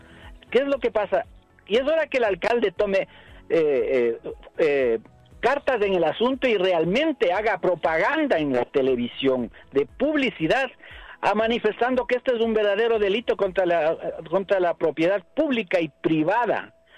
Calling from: Quito, Pichincha, Ecuador; Le estoy hablando de la ciudad de Quito, en el sector norte, en el sector de la Kennedy, en el norte de Quito.

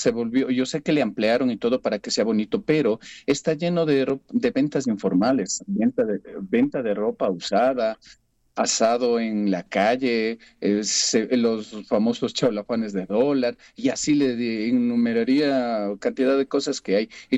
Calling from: Quito, Pichincha, Ecuador; Le hablo desde Cotocollao.

